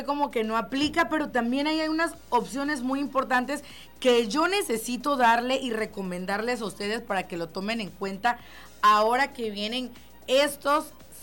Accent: Tabasco, Mexico; Somos de Tabasco y sabemos que pues sí aguantamos.

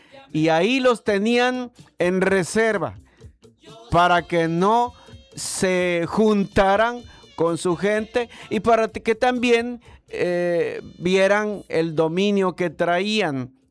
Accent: Mexico

